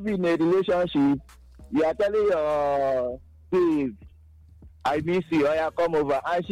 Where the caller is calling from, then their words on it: Abakaliki, Ebonyi, Nigeria; I'm calling from Abakle.